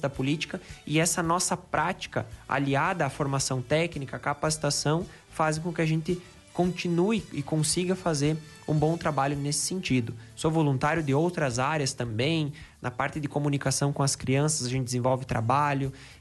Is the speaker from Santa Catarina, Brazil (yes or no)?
yes; Chapecó, Santa Catarina, Brazil; Eu nasci e cresci em Chapecó